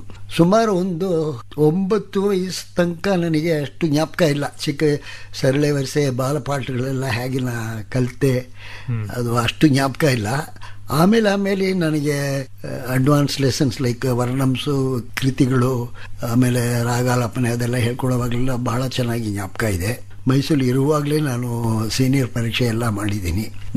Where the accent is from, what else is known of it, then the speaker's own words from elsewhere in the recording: Mysore, Karnataka, India; ನನಗೆ 81 ವಯಸ್ಸಾಯ್ತು. 1934 ನಾನು ಮೈಸೂರಲ್ಲಿ ಹುಟ್ಟಿದೆ.